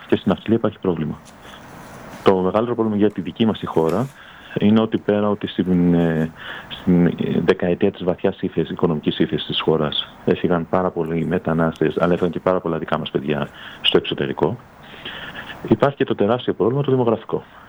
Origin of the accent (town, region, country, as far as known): Pollonia, South Aegean, Greece